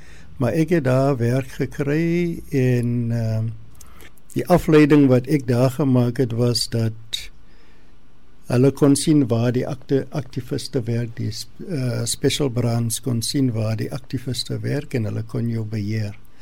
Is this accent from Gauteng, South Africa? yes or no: no; George, Western Cape, South Africa; Ek is hier van George af weg, ek is maar stad toe soos ons maar die tyd ja. verbag het.